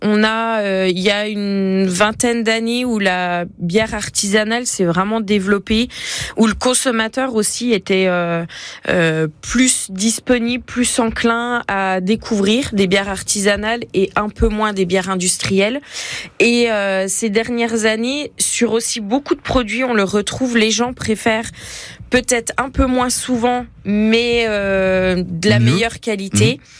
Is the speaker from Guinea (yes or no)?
no; Bourgogne-Franche-Comté, France; chez nous, dans le Jura et en Haute-Saône